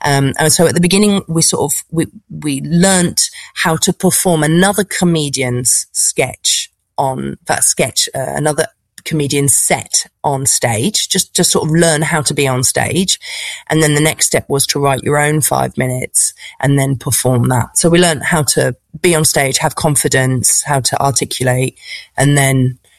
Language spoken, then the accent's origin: English; United Kingdom; moved away as an adult; now in Paris, France; As a British person